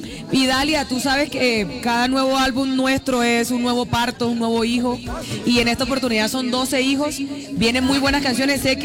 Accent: Aguachica, Cesar, Colombia; also born or lived in Bucaramanga / Bogotá / Barranquilla; now in Valledupar, Colombia; viví un tiempo en Bogotá, otro tiempo en Barranquilla. Yo he vivido casi toda mi vida entre Aguachica, mi pueblo, y Bucaramanga, porque estudié Derecho en la Pontificia, en Bucaramanga.

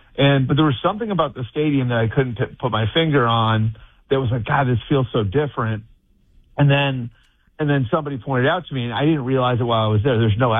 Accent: Northeast, United States; moved away; I grew up in the Northeast

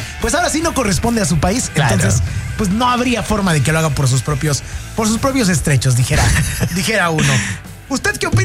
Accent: Mexico; cómo somos los mexicanos

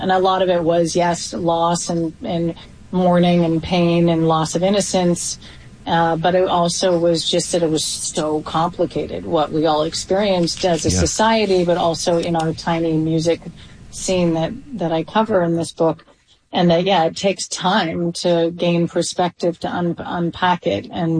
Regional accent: Canada; I was raised in Canada, fully indoctrinated to doubt everything in the U.S.

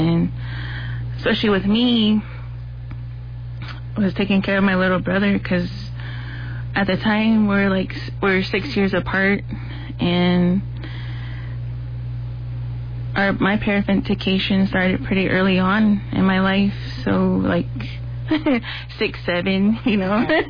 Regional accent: Tuba City, Arizona, United States; I am from Tuba City, Lower Maungkopi area

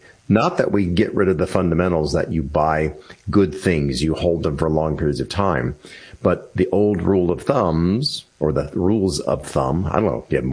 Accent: Washington, District of Columbia, United States; I grew up in the Washington, D.C. area.

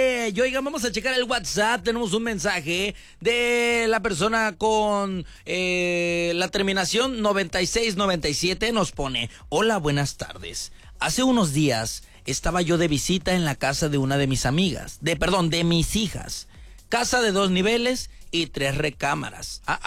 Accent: Mexico; Nosotros como mexicanos

